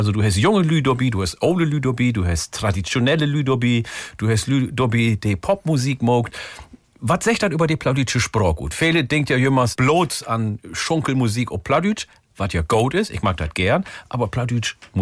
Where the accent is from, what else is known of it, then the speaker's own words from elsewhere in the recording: Lower Saxony, Germany; Da habe ich auch mitmogt. Also nicht in Töverhus, sondern im Minohle-Dörp im Landkreis Oldenburg in Niedersachsen.